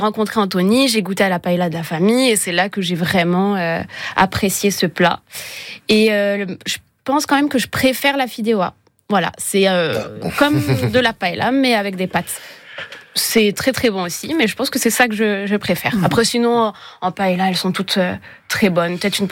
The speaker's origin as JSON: {"language": "French", "region": "Bourgogne-Franche-Comté", "country": "France", "said": "moi, je viens de Bourgogne"}